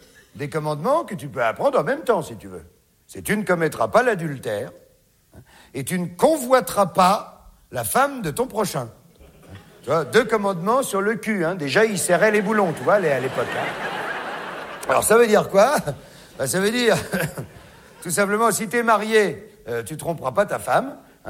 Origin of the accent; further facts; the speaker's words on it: France; Hein, vous avez vu, chez nous, en France, ils ont dit, ah oui.